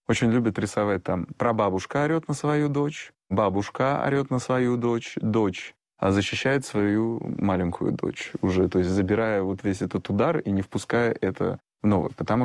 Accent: Russia; born there; там я родился в РФССР, то есть 90-е годы, я помню это все

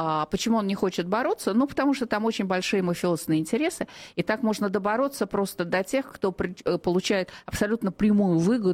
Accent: Moscow, Russia; born there; moved away as an adult; also born or lived in France; я год, вот как вернулась на родину, в Москву

